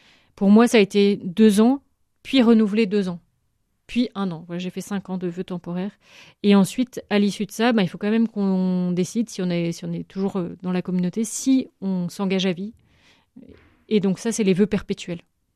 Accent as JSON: {"language": "French", "region": "Brittany", "country": "France", "moved": "yes", "said": "j'étais contente de revenir dans ma région d'origine."}